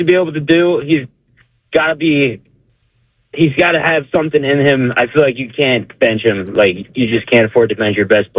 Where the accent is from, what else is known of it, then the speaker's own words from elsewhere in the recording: Milwaukee, Wisconsin, United States; I grew up in Milwaukee, so a couple years ago, when the Bucks had Giannis and Dame